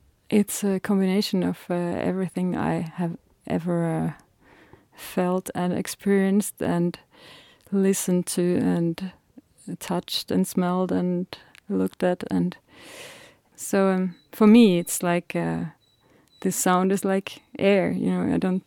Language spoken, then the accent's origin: English; Finland; now in Denmark; I'm from Finland originally and I live in Denmark